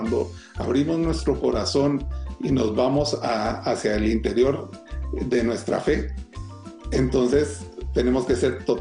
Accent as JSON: {"language": "Spanish", "country": "Guatemala"}